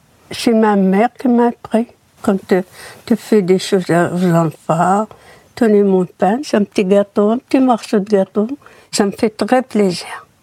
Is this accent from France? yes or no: no; Morocco; moved away; Je viens du Maroc, dans un village berbère, dans les montagnes. Ni l'eau, ni l'électricité. Il n'y avait pas de boulanger avant. Chaque femme fabrique son pain elle-même.